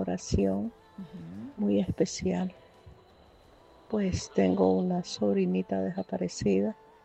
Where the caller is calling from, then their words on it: Cofradía, Cortés, Honduras; de Cofradía Cortés.